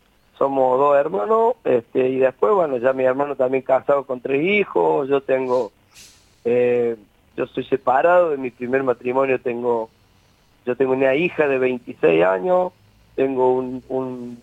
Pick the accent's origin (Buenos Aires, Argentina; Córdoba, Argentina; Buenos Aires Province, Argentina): Córdoba, Argentina; Río de los Sauces; Yo nací en Río de los Sauces, pueblito de Calamuchita, a 70 kilómetros de Río Cuarto.